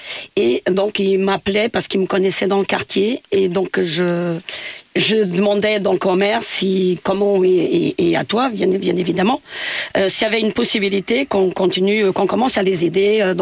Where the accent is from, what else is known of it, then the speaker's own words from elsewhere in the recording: Portugal; puisque moi je suis originaire donc du Portugal. Je viens d'un petit vi